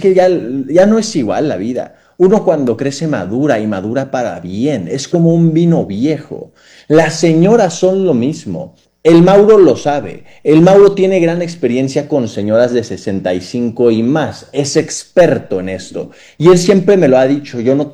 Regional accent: Sonora, Mexico; also born or lived in Texas; Crecí en Sonora. Me siento, he vivido en Sonora mucha parte de mi vida, una buena proporción de mi vida. No nací en Sonora, no es un secreto esto.

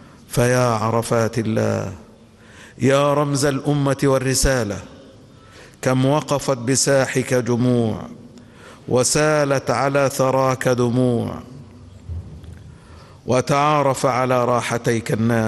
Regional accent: Egypt; وأن يحفظ بلدنا مصر من كل مكروه وسوء

